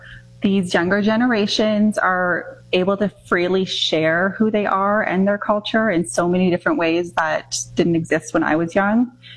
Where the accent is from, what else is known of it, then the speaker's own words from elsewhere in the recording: Manitoba, Canada; from Nisitchewasik Cree Nation, and I'm the founder and producer of NextGen.